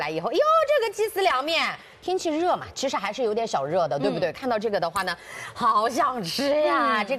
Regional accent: Jiangxi, China; 俺是江，我是江西的啊。

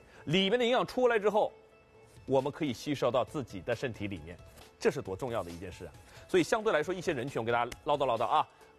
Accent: China; 我们中国人

